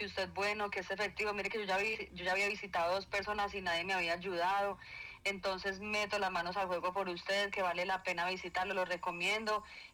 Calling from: Maceo, Antioquia, Colombia; Lo estoy saludando desde acá, desde Maceo, Antioquia.

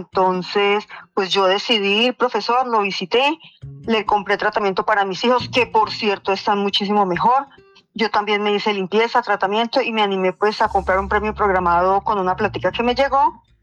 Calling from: Honda, Tolima, Colombia; De Onda Tolima, profe.

